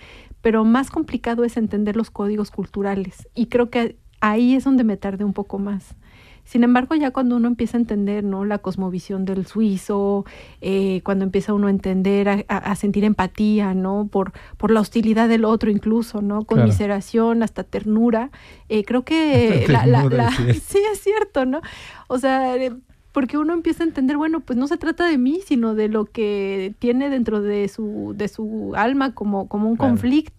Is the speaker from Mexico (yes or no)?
yes; Puebla, Mexico; moved away as an adult; now in Winterthur, Switzerland; Soy escritora, soy poblana